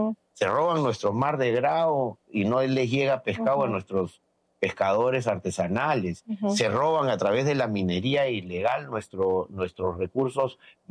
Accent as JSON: {"language": "Spanish", "country": "Peru", "said": "O sea, nosotros somos peruanos, no somos tibios y vamos a ir hasta el final"}